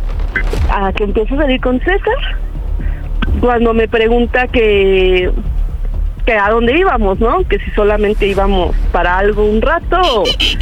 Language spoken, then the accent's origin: Spanish; Mexico City, Mexico; Soy de la Ciudad de México y tengo 27 años.